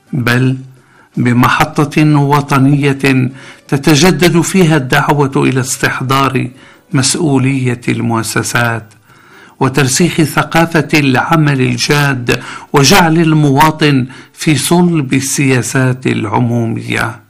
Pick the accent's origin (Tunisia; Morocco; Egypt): Morocco; حفظ الله بلدنا المغرب